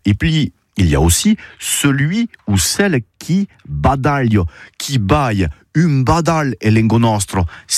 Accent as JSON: {"language": "French", "region": "Occitanie", "country": "France", "said": "Chez nous, en Occitanie, bader signifie regarder, être bouche bée."}